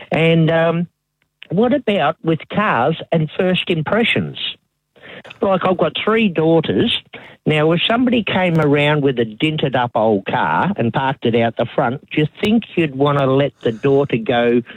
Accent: Geelong, Victoria, Australia; Now, we're from Geelong, so we went up to Melbourne. Where do we park, you know? And then you've got Easter because of a Greek background

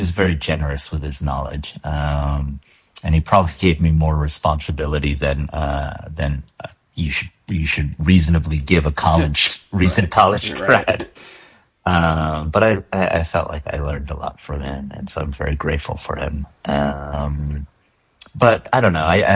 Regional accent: Jersey City, New Jersey, United States; when I was growing up in Jersey City back in, like, the 80s

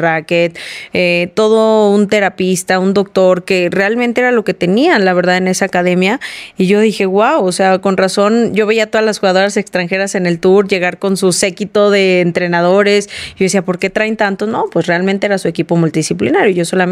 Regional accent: San Luis Potosí, Mexico; moved away; yo soy originaria de San Luis Potosí

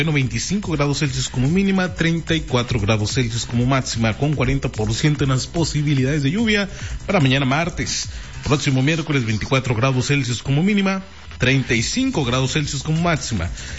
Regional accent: Mexico; ¿Qué si no somos privilegiados los mexicanos?

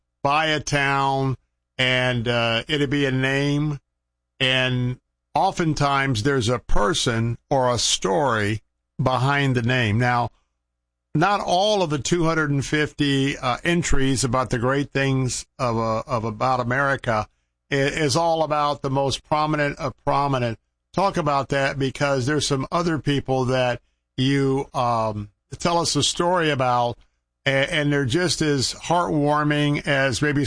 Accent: Tampa, Florida, United States; I was born and raised in Tampa.

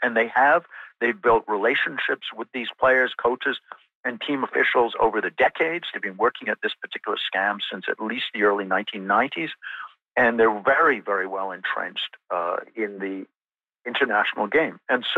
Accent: Canada; And it boggles my mind as a Canadian why, when we legalized sports gambling a couple of years ago, why we just didn't take half an hour to just amend our criminal code

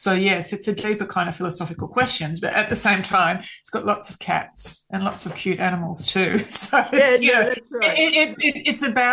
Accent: Australia; going to Greece and being Australian

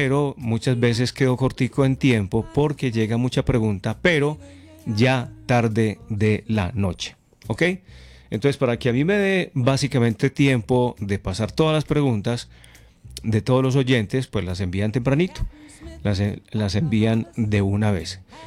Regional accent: Concordia, Antioquia, Colombia; Yo soy de un pueblo aquí cerquita a Medellín, doctora, ¿cierto? Yo soy montañero de Concordia, Antioquia, pueblo cafetero, nos gusta mucho el café, aunque bueno, en estos últimos años se ha metido el aguacate, ¿cierto?

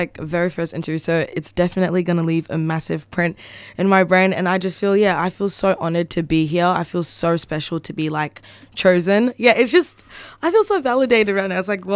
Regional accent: Collingwood, Victoria, Australia; also born or lived in Richmond / St. Albans; But yeah, we grew up in the flats. I grew up in Collingwood. We moved to Collingwood and then we moved to Richmond.

